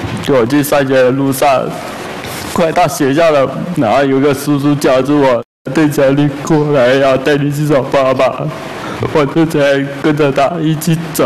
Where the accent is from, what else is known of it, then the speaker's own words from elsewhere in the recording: Fujian, China; 我从福建来的。